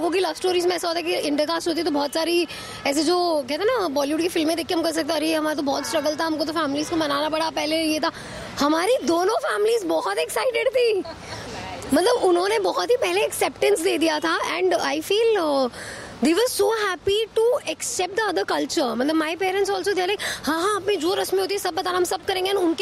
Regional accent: Gujarat, India; वो पंजाबी है, मैं गुजराती हूँ

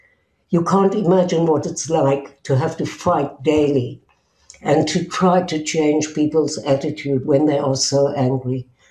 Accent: Israel; And then I say, I'm from Israel, and there's this silence. And I say, look, you know, I'm Israeli, but I'm not the government.

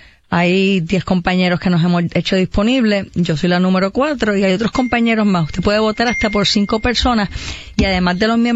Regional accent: Caguas, Puerto Rico; Caguas, Puerto Rico, centro y corazón.

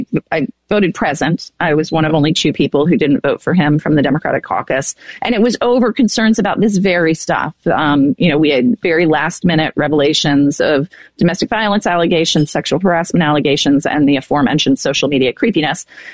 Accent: Ireland; I'm Irish. I'm from the South. Of course I'm superstitious.

